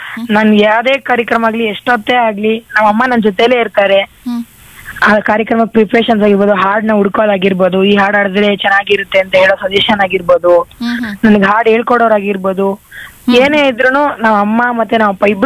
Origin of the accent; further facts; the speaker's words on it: Shivamogga, Karnataka, India; now in Bengaluru, India; ನಮ್ಮ ಊರು ಬಂದು ಶಿವಮೊಗ್ಗ.